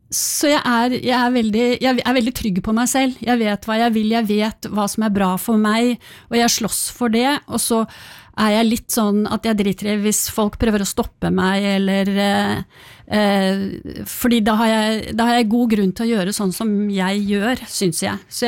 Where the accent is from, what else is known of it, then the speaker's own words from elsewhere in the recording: Sauda, Rogaland, Norway; spesielt da jeg var 12 år, eller ja, sånn i starten av puberteten, så skulle vi flytte fra Sauda. Og da tror jeg nesten jeg hadde litt sånn angst, fordi da følte jeg at jeg forlot livet mitt, liksom.